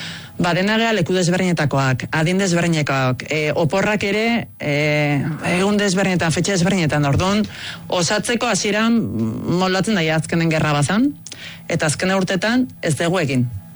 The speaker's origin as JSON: {"language": "Basque", "town": "Ibarra", "region": "Basque Country", "country": "Spain", "said": "Ni Ibarrakoa naiz."}